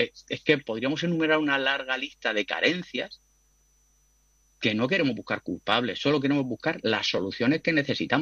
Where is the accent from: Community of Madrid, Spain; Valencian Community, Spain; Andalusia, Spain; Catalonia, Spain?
Valencian Community, Spain; Orihuela